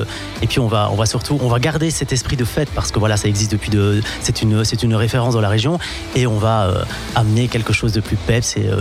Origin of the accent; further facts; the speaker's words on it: Belgium; moved away as an adult; now in France; je suis belge et je suis arrivé en France en 2012.